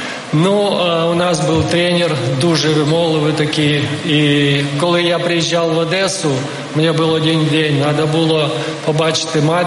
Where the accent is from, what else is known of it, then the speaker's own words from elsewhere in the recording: Odesa Oblast, Ukraine; moved away; Є такі не зовсім благополучні райони Молдаванка і Пересип. Я з Пересипи